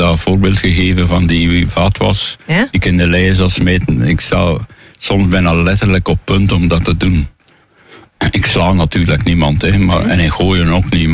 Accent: Hamme, Flanders, Belgium; born there; En ik zijn is komen optreden in Hamme, in mijn geboortedorp.

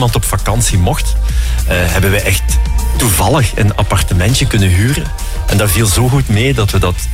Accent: Flanders, Belgium; ik voel het als Limburger ook wel altijd heel erg kribbelen als ik aan de kust ben.

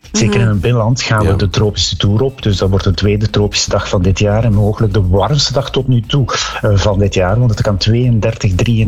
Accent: Ghent, Flanders, Belgium; Ik ben geboren en getogen in Gent.

